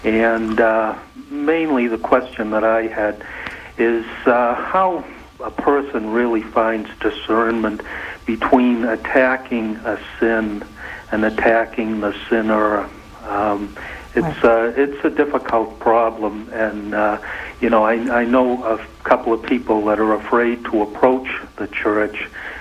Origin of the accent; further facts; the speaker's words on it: New Hampshire, United States; I'm from New Hampshire.